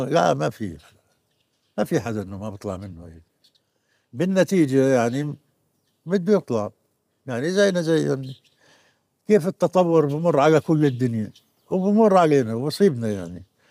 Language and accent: Arabic; Palestine; فإحنا اثنين يعني عرفوا إنه إحنا فلسطينيين.